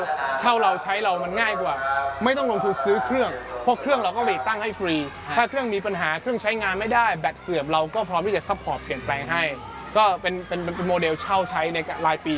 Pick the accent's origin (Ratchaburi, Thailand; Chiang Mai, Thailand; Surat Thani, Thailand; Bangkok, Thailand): Surat Thani, Thailand; Ko Samui